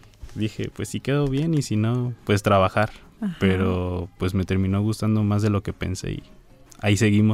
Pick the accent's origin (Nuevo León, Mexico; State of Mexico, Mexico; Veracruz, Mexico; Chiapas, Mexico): Veracruz, Mexico; Yo soy originario de Veracruz, Puerto.